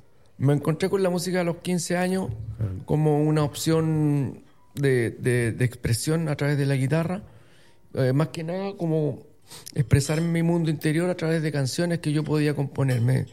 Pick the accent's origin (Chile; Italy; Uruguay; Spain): Chile; Santiago, Santiago Metropolitan Region; De Santiago, del, ¿sí?, barrio Ñuñoa, principalmente.